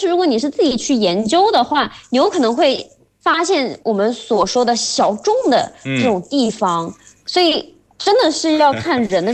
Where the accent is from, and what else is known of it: Mexico; Chinese is a second language